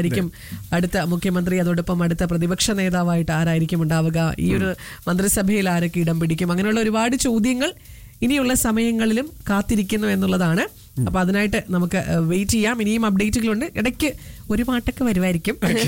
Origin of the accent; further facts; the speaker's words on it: Puthuppally, Kerala, India; ഞാനിപ്പോൾ ആരോടെങ്കിലും നാട്ടിൽ എവിടെയാണെന്ന് പറഞ്ഞു കഴിഞ്ഞാൽ, ഞാൻ പുതുപ്പള്ളി എന്ന് പറഞ്ഞു കഴിഞ്ഞാൽ